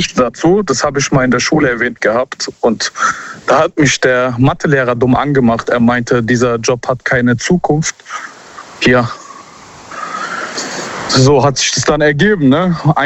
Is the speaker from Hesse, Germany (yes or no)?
yes; Seeheim-Jugenheim, Hesse, Germany; Ich bin aus Seeheim.